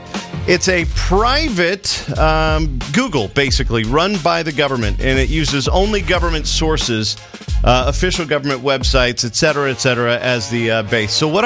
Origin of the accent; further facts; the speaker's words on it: Houma, Louisiana, United States; His name is Jesse Marcel, and he is from my hometown, Houma, Louisiana.